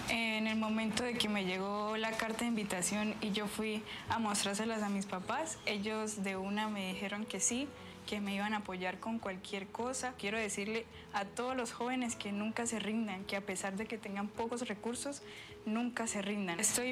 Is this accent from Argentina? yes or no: no; Colombia; yo era la más capacitada para representar a Colombia y que iban a fluir mucho en mi país, en mi región y en mi ciudad.